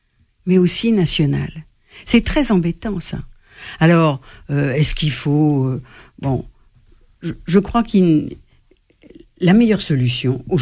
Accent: France; Moi, femme française

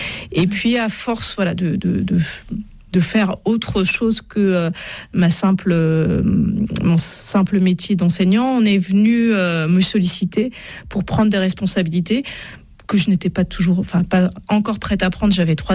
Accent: Brest, Brittany, France; now in Paris, France; Donc moi je suis originaire de Brest. Par hasard, mon mari a été muté à Nantes

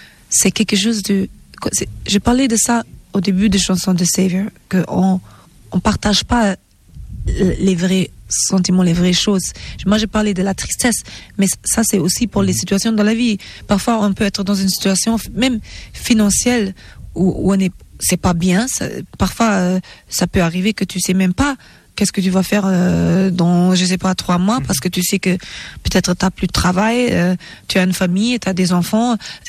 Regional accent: Germany; born or raised there

